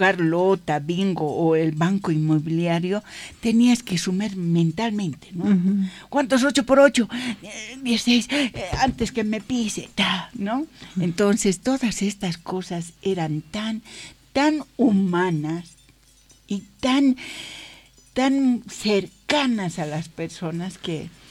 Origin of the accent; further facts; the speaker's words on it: Bolivia; ¿Qué haremos los bolivianos, no?